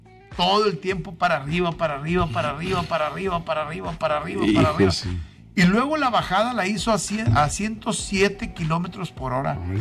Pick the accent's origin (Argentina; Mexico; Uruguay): Mexico; como mexicanos tenemos que disfrutarlo.